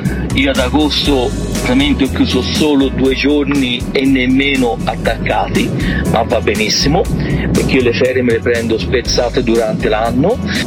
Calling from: Florence, Tuscany, Italy; da Firenze.

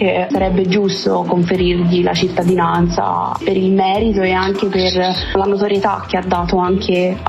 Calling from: Chianni, Tuscany, Italy; da Chianni

